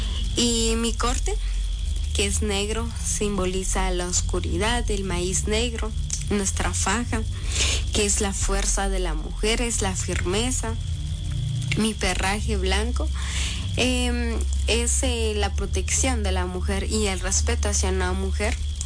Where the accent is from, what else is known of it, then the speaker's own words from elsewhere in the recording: Guatemala; Y aquí estoy, más orgullosa que nunca de ser guitaneca de corazón y de ser guatemalteca.